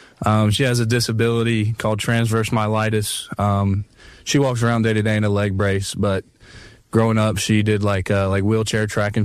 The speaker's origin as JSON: {"language": "English", "region": "the Carolinas", "country": "United States", "tie": "born or raised there", "said": "Man, I loved it. It was honestly really hard to yank me out of there."}